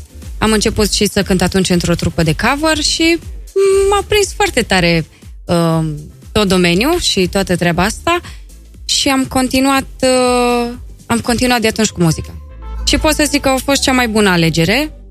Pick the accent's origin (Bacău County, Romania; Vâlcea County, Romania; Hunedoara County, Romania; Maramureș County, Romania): Hunedoara County, Romania; Vulcan; now in Florești, Romania